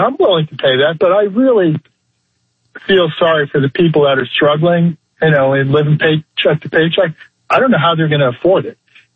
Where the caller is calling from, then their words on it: Buford, Georgia, United States; here from Buford.